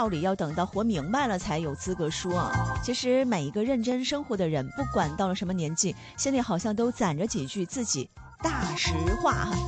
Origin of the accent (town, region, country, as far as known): Guizhou, China; born or raised there